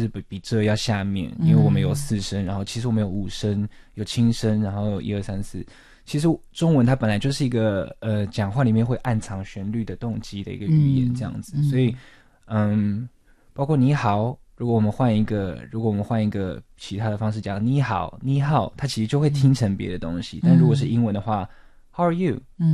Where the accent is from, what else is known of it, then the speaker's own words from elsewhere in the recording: Taiwan; 所以对我来说，作为华人或者是这样，比如说我是台湾人。